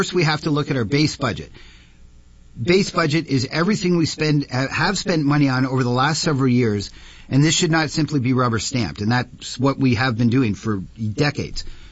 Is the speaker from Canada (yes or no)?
yes; Chatham-Kent, Ontario, Canada; I am born and raised in Chatham-Kent, married for 30 years to Joanne, and we have raised 5 children in Chatham-Kent.